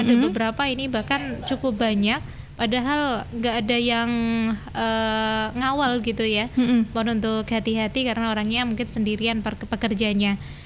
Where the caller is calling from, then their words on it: Tanjung Kalang, East Java, Indonesia; Karena di desa saya juga ada, di Tanjung Kalang Ronggot ya, ada satu sekolah negeri itu yang nggak punya murid.